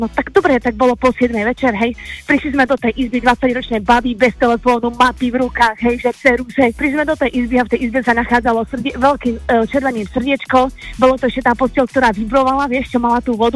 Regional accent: Žilina Region, Slovakia; Takže my sme babi z Liptova

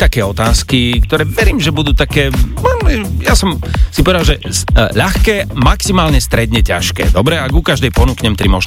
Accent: southern Slovakia, Slovakia; Ja som síce z Dolniakov

